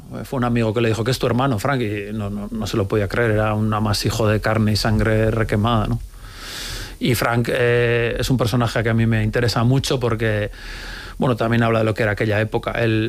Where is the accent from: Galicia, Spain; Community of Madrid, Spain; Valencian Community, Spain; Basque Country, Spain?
Basque Country, Spain; San Sebastián; Yo soy de San Sebastián, del año 76